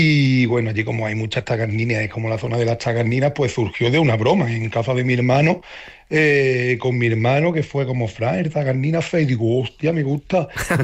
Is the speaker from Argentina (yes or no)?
no; Andalusia, Spain; mi pueblo es muy bonito, no porque sea mi pueblo, pero mi pueblo es muy bonito y es verdad que la comarca de los Pueblos Blancos es muy bonita